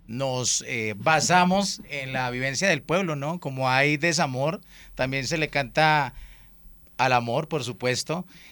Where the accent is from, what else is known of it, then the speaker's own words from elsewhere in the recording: Líbano, Tolima, Colombia; now in Palocabildo, Colombia; Soy del municipio de, resido mejor en el municipio de Palo Cabildo, pero soy del Líbano.